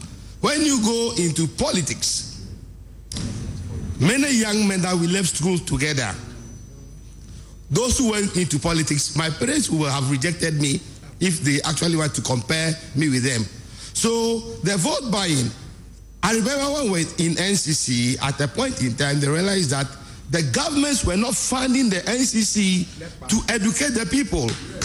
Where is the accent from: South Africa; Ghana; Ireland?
Ghana; Hobankwe; from Hobankwe.